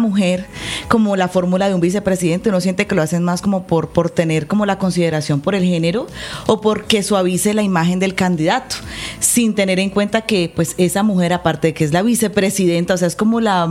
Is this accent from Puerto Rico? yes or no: no; Colombia